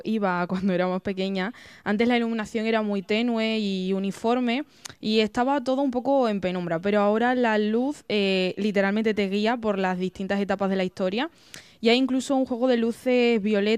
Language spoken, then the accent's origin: Spanish; Mérida, Extremadura, Spain; Yo en concreto pues soy de aquí, de Mérida